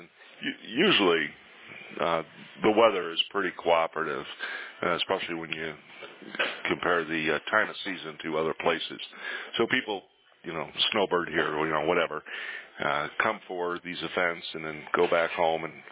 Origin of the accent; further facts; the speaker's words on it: Chicago, Illinois, United States; now in Phoenix, United States; I grew up in Chicago.